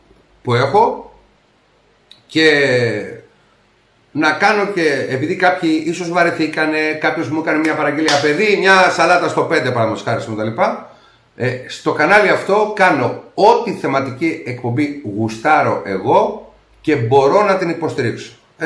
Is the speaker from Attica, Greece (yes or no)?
yes; Nea Smyrni, Attica, Greece; also born or lived in Corfu / Epirus; Η καταγωγή μου, ναι μεν βέβαια είναι Κέρκυρα και Ήπειρο, αλλά εδώ που έμενα και γεννήθηκα ουσιαστικά είναι στη Νέα Σμύρνη.